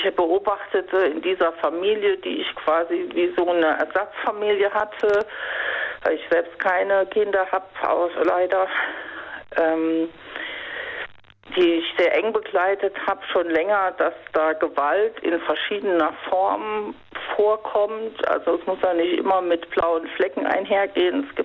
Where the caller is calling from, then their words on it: Rhineland-Palatinate, Germany; Ja, RPR Einzugsgebiet Rheinland-Pfalz.